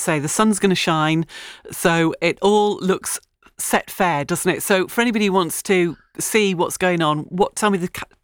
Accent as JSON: {"language": "English", "country": "United Kingdom", "said": "it's because we're British."}